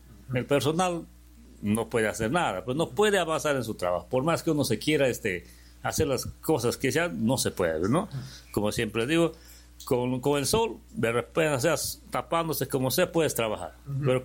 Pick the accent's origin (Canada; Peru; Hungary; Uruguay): Peru; Bellavista, San Martín; now in Lamas, Peru; yo no soy de Lamas, ¿no? Yo soy de Bellavista, pero ya me siento ser parte de Lamas porque vivo acá, me cobija Lamas y mi familia de acá, y tengo ese amor a Lamas